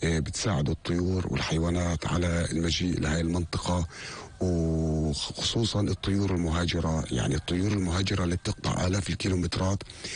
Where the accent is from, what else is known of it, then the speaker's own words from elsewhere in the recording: Palestine; أصبحت المنطقة شبه معدومة إلنا كفلسطينيين.